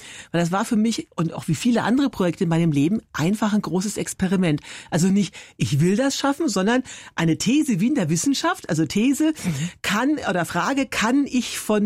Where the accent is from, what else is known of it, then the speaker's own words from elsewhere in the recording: Forchheim, Bavaria, Germany; Also ich komme ja aus Forchheim, Oberfranken.